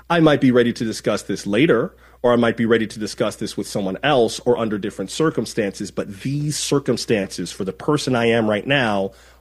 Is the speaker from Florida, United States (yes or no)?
yes; Florida, United States; I grew up in South Florida, so I know from this.